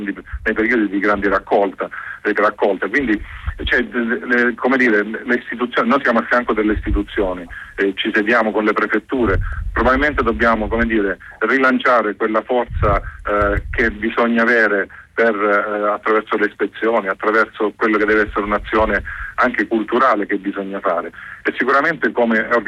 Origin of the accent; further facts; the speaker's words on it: Apulia, Italy; D'altra parte, io sono pugliese